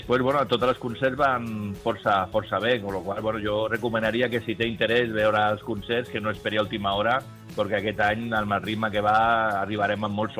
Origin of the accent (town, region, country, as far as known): Catalonia, Spain